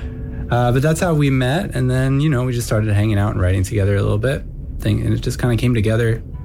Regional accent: New York, United States; moved away as an adult; now in Los Angeles, United States; Well, I am from New York originally. I moved to L.A.

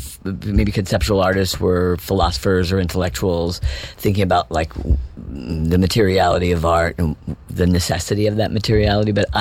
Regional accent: United States; as American audiences

